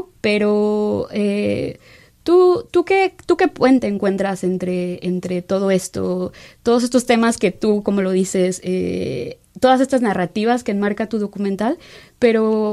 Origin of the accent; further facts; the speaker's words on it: Hidalgo, Mexico; moved away; yo vengo de Hidalgo